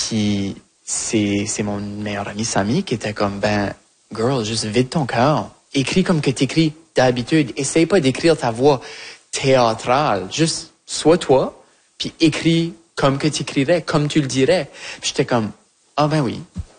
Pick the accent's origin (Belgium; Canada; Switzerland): Canada; Shediac, New Brunswick; accent: Acadian; also born or lived in Moncton; now in Montreal, Canada; moi je viens de Shediac